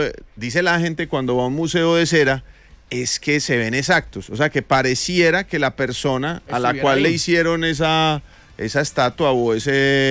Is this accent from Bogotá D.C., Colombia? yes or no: no; Medellín, Antioquia, Colombia; en las fondas de mi tierra, que además es un parche muy bacano